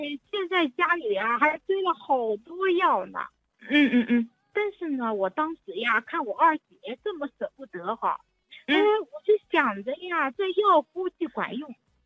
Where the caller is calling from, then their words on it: Nanchong, Sichuan, China; 哎，老师你好，我是南充的新朋友。